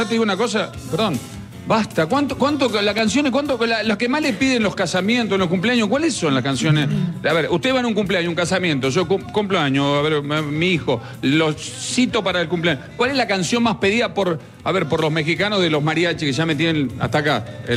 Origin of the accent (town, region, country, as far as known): Argentina